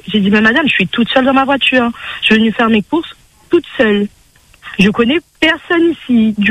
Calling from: Comoros; moi, je suis comorienne.

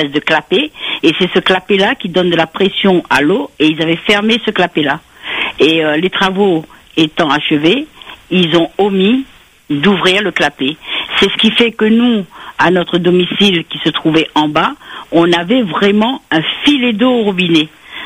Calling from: Réunion, France; On est à Moka, on est au chemin Moka

